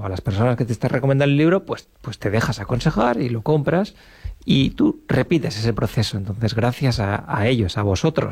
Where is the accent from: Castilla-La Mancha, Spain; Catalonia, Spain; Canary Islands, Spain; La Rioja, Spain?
La Rioja, Spain; also born or lived in Zaragoza; now in San Sebastián, Spain; Yo vengo de un pueblecito de La Rioja